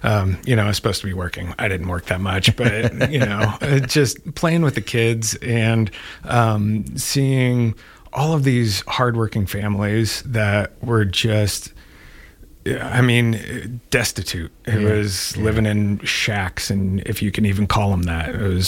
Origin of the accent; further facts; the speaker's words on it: Potwin, Kansas, United States; Yeah, I grew up in Potwin, Kansas, which is just between El Dorado and Newton, kind of out in the middle of nowhere. It's a little town of 450 people.